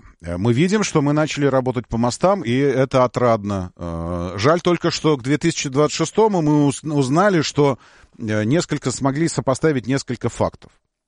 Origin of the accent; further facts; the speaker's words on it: Moscow, Russia; я сказал сейчас как москвич